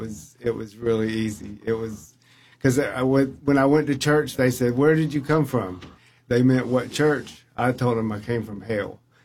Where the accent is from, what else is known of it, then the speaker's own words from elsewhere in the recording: Augusta, Georgia, United States; born there; I was born in Augusta, Georgia.